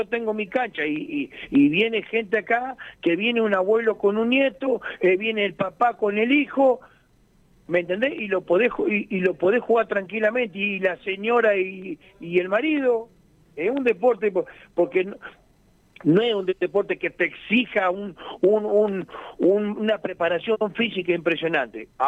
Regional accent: Argentina; y viste cómo somos los argentinos también, ¿viste? Somos exitistas, criticamos.

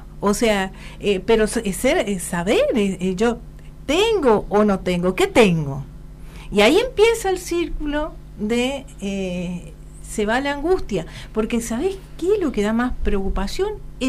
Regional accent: Puerto Rico, Misiones, Argentina; quiero recordar mi pueblo, Puerto Rico. Nosotros nos pagábamos los gastos en el secundario. Yo barrí las calles en el pueblo

